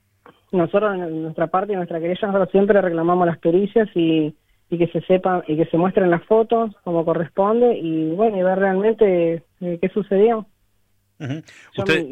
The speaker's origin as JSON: {"language": "Spanish", "region": "Buenos Aires", "country": "Argentina", "said": "nosotros somos de Buenos Aires"}